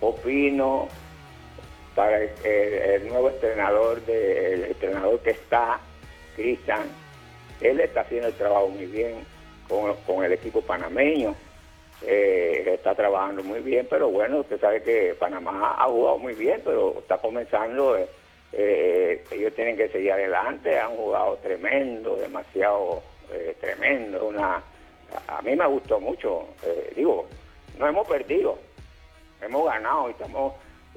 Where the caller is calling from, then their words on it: Argentina; yo soy argentino. Soy argentino